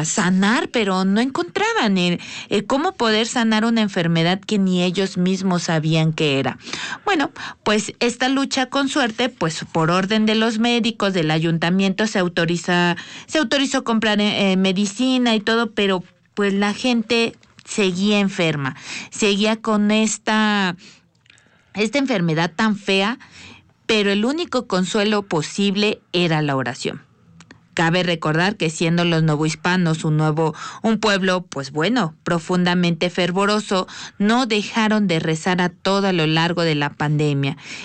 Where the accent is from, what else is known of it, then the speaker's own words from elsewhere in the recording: Mexico; nosotros como mexicano la consideremos nuestra madre de todo.